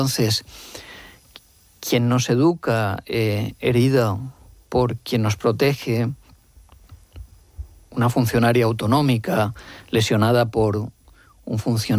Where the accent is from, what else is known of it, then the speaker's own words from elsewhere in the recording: Alicante, Valencian Community, Spain; Y soy alicantino, o sea, valenciano.